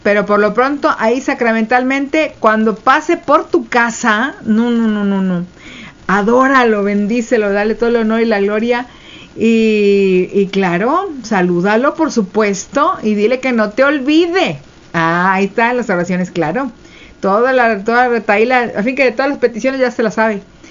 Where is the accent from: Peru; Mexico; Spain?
Mexico; Mexico City; now in Ciudad Victoria, Mexico